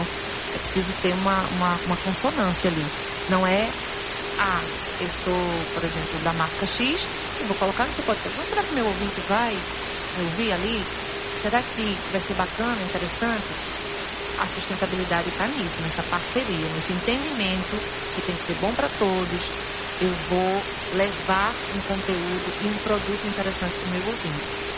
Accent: Pernambuco, Brazil; Sou pernambucana.

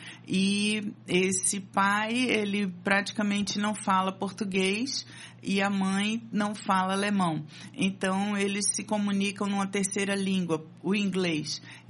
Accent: Pernambuco, Brazil; moved away as an adult; also born or lived in Rio de Janeiro / São Paulo; eu sou pernambucana, morei muitos anos no Rio de Janeiro, já adulta, e assim, morei por mais de 17 anos no Rio, e eu percebo que ainda trago alguns traços do falar carioca.

